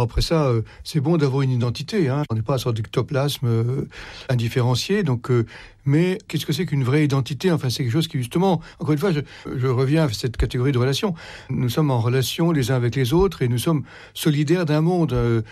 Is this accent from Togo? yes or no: no; France; Qu'on soit patriote, parce que bon, on est français, donc on est solidaire de la France